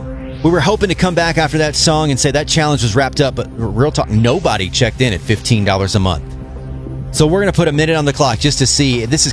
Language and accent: English; Georgia, United States; I grew up in the South, Georgia